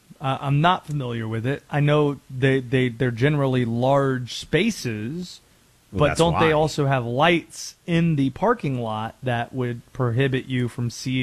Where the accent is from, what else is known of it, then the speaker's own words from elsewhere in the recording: Youngsville, North Carolina, United States; Growing up in Youngsville, North Carolina, near Wake Forest, North Carolina, city of Wake Forest, we didn't have a lot.